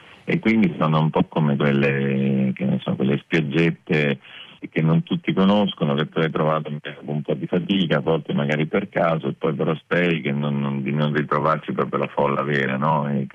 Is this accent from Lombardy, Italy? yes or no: no; Marche, Italy; vengo dalle Marche